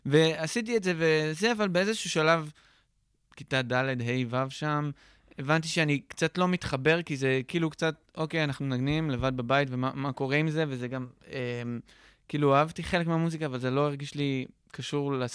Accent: Holon, Tel Aviv District, Israel; born or raised there

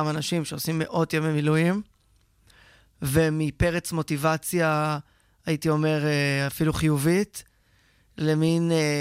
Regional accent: Rehovot, Central District, Israel; also born or lived in Tel Aviv; now in Or HaNer, Israel; אני גר באור הנר, זה חור קטן ליד שדרות, ככה אני תמיד מגדיר את הקיבוץ הזה. אני לא משם במקור, אני מרחובות, עברתי לשם בגיל, לפני איזה 7 שנים סופית עברתי לשם, אחרי שגרתי שם, ותל אביב

